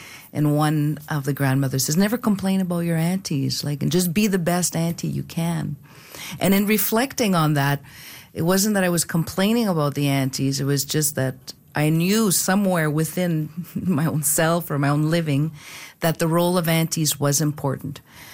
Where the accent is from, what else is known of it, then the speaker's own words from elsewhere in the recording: Bellevue, Saskatchewan, Canada; But I grew up in Bellevue, my grandmother in Hoey, born in Duck Lake.